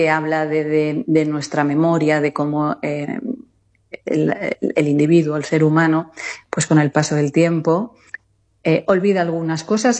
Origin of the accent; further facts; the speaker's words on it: Quintana Redonda, Castile and León, Spain; el viernes estuvimos aquí en Soria, precisamente, en mi pueblo, en el pueblo de mi madre, Quintana Redonda, 500 habitantes censados